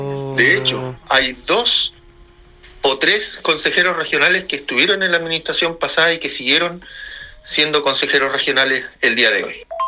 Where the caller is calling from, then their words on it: La Serena, Coquimbo, Chile; vergüenza como chileno y como serenense